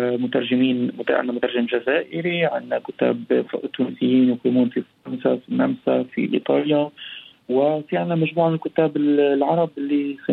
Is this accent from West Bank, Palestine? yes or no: yes; West Bank, Palestine; moved away as an adult; now in Tunisia; ومن ثم رجعت لفلسطين، ومن ثم عدت إلى هنا عشت 3 سنوات، ومن ثم جاءت الكورونا رجعت لبلادي.